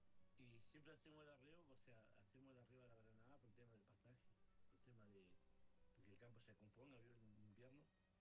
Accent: Aluminé, Neuquén, Argentina; soy del paraje de Puipucón, Aluminé. Soy nacido y criado acá en la zona de acá de Puipucón.

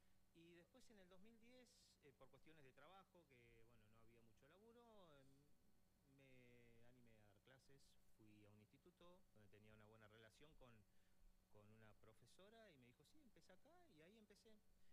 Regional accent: Cipolletti, Río Negro, Argentina; nacido y criado en Chipolé.

